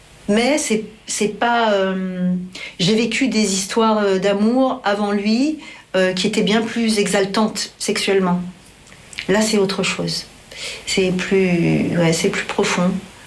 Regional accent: Paris, Île-de-France, France; born there; Donc je me traîne ce déracinement. Moi, je suis née à Paris.

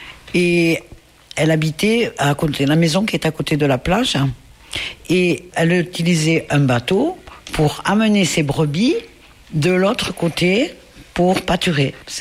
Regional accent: Viala, France; il y en a beaucoup qui me connaissent là. Et je suis née au Viala, et j'habite au Viala depuis 70 ans.

